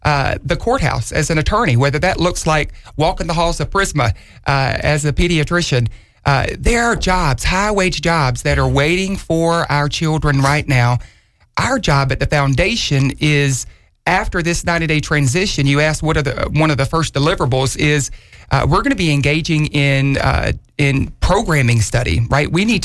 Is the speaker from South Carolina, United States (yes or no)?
yes; Sumter, South Carolina, United States; my hometown community